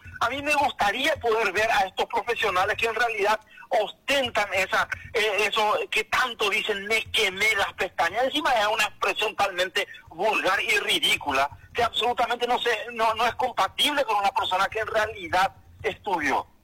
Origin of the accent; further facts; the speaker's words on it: Paraguay; los paraguayos no condenamos eso